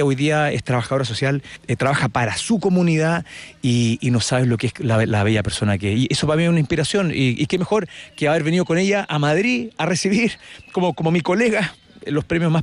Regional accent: Chile; somos 5 personas, 2 de España, un amigo de Kenia y somos 2 de Chile.

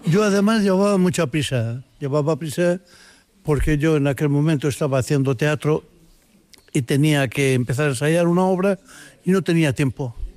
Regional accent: Galicia, Spain; como buen gallego, cuando llegué a Ribo Cebreiro, ya estaba en mi tierra

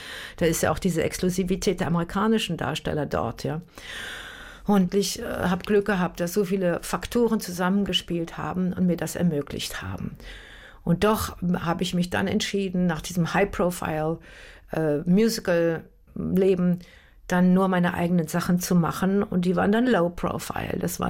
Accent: Germany; moved away as an adult; als Deutsche in London

